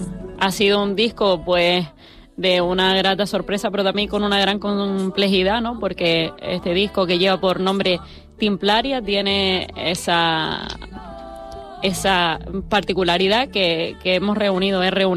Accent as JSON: {"language": "Spanish", "town": "Valsequillo de Gran Canaria", "region": "Canary Islands", "country": "Spain", "tie": "born or raised there", "said": "he tenido la suerte de que la mayoría de mis trabajos los he podido presentar en mi pueblo"}